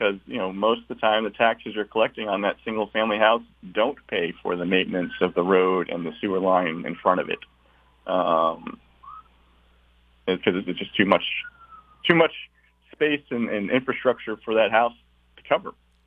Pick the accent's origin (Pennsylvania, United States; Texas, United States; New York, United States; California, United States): Texas, United States; I'm from Texas.